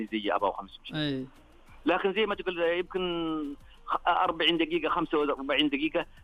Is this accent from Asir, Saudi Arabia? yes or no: yes; Abha, Asir, Saudi Arabia; نتمنى زيارة لكم عندنا في أبها